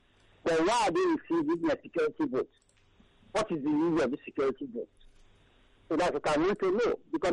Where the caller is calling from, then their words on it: Lagos, Nigeria; I'm calling from Abang again, Ekotun.